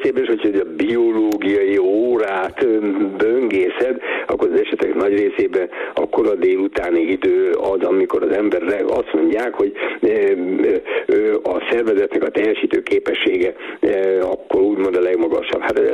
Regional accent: Hungary; mi magyarok vagyunk, Magyarországra jöttünk

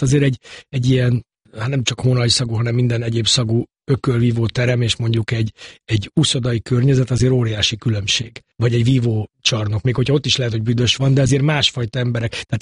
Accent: Budapest, Hungary; én a Pongrácz telepen nőttem fel 14 éves koromig, és aztán elköltöztünk egy steril környezetbe, Rákoskeresztúrra

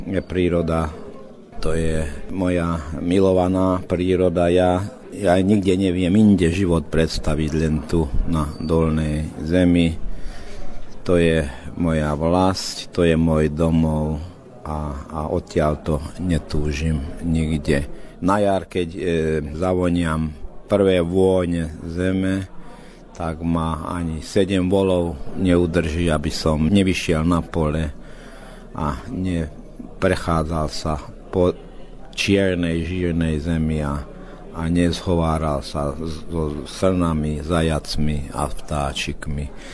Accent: Tótkomlós, Békés, Hungary; moved away; also born or lived in Bratislava; keď som povedal, že ja som Slovák z Maďarska

